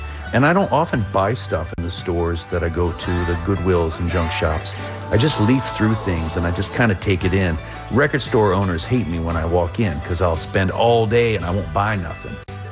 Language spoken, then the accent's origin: English; Harrisonburg, Virginia, United States; I could walk down the street in my hometown of Harrisonburg, Virginia, and see so many of the things that were in the film.